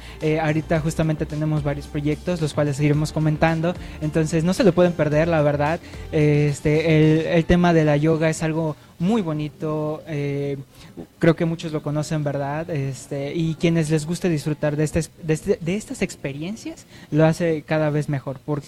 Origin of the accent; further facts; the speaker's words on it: Yucatán, Mexico; Como yucatecos, como orgullosos que somos